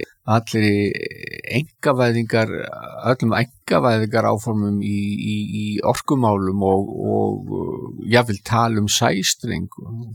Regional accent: Reykjavík, Capital Region, Iceland; Ég alinn upp í Skaftahlíðinni sem mitt á milli þessa gamla framvallar og valsvallarins undir æsku hlíðinni.

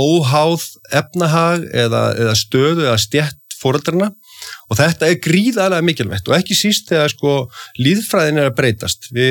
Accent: Reykjavík, Capital Region, Iceland; ég er alinn upp í Breiðholtinu og þetta er allt frábær hverfi.

